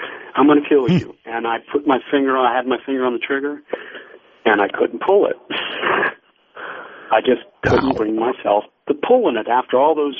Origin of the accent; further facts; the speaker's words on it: United States; So my bloodline is Italian, but I mean I've been third generation, whatever, second generation. I mean I'm American